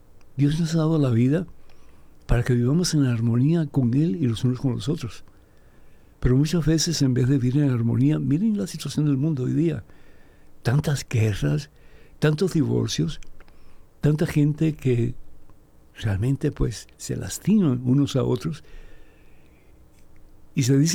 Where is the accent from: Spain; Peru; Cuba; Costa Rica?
Cuba; moved away; mi país de origen, que es Cuba.